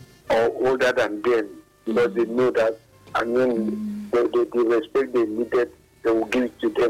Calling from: Calabar, Cross River, Nigeria; from Calabar South.

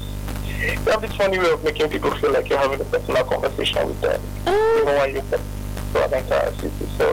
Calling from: Kaduna, Kaduna State, Nigeria; I'm calling from Kaduna.

